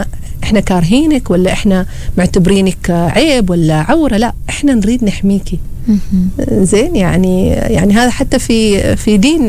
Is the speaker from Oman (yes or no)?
yes; Oman; عندنا هنا في عمان.